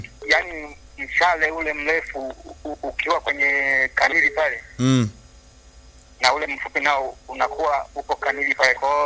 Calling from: Igunga, Tabora, Tanzania; Angana ni mtafuta kutoka Igunga, Tabora.

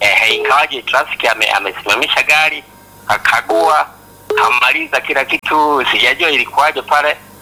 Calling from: Geita, Tanzania; kutoka Geita hapa.

